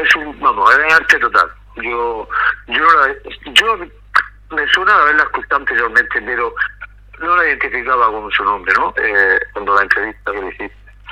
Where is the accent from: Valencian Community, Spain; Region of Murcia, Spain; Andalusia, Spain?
Region of Murcia, Spain; yo soy murciano de pura cepa, como te he dicho